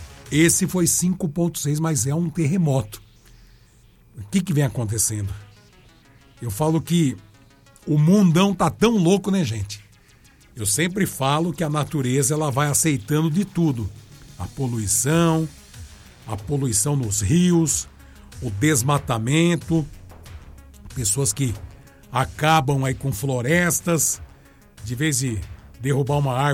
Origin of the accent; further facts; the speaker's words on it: Bariri, São Paulo, Brazil; nós que somos aqui de Bariri, do estado de São Paulo, do sudeste do Brasil, do interiorzão do estado de São Paulo